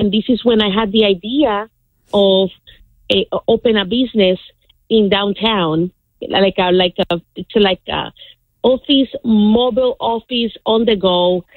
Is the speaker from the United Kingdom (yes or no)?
no; Puerto Rico; moved away as an adult; now in Tampa, United States; I came from Puerto Rico when I was 19, and I've always lived in the area of University area in Tampa.